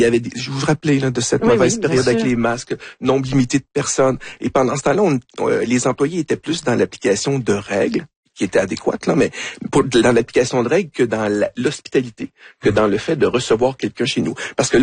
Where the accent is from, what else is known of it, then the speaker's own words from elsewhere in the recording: Canada; Quel accent? On perçoit un accent français. On est des Canadiens.